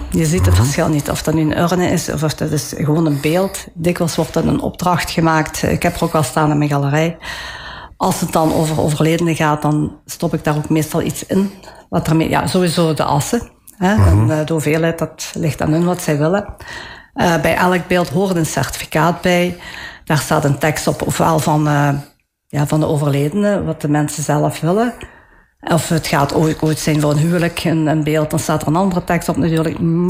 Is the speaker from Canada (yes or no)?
no; Italy; Ja, ik ben Italiaans, maar